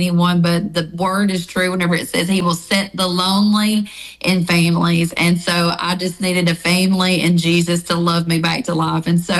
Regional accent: Tennessee, United States; now in Scottsville, United States; So I'm originally from Tennessee, but I have been in Kentucky the last 19 years. I came to Kentucky whenever I was actually arrested.

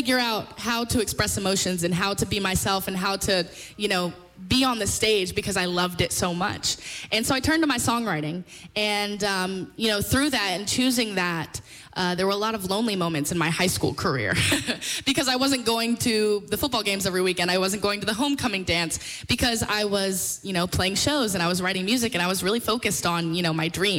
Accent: Richmond, Virginia, United States; I'm from Richmond, Virginia. And I grew up doing musical theater

